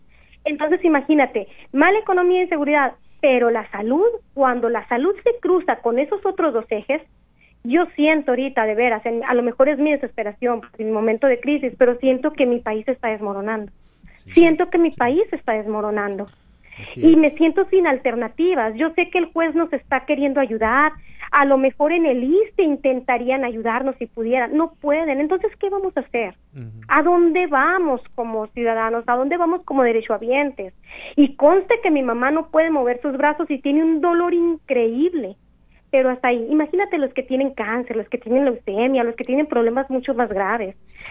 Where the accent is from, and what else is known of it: Mexico